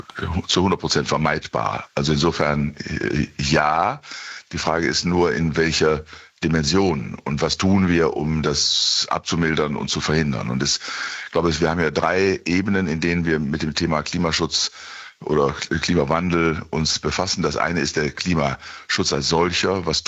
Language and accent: German; Bielefeld, North Rhine-Westphalia, Germany; born or raised there